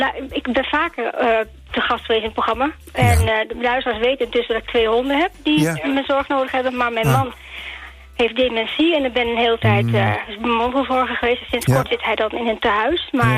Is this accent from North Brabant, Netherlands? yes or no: no; Zutphen, Gelderland, Netherlands; also born or lived in Limburg; Ik ben in Limburg geboren, ik sprak plat. Toen ging ik naar Zutphen